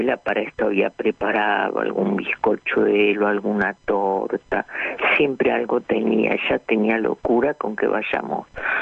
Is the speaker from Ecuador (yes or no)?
no; Mar del Plata, Buenos Aires Province, Argentina; el recuerdo es la infancia en Mar del Plata.